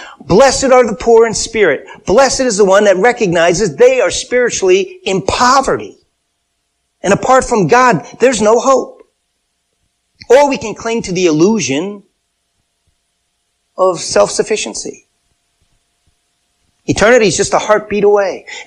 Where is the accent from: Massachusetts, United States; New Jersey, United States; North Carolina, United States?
Massachusetts, United States; Wilbraham; where I grew up in Wilbraham, upstream from where I was, because I grew up along this river